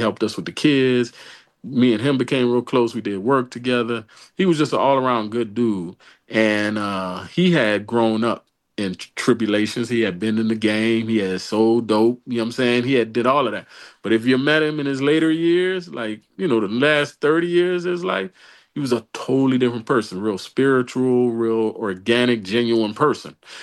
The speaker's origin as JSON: {"language": "English", "town": "New Orleans", "region": "Louisiana", "country": "United States", "tie": "born or raised there", "said": "growing up in New Orleans around the drug dealers, the this"}